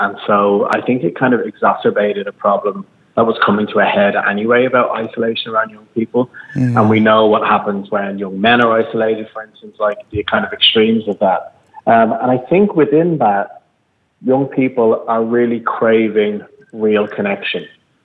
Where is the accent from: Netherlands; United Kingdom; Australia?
United Kingdom; London; now in Ireland; I was born in London to Irish parents and raised there, and moved back to Ireland in 1990.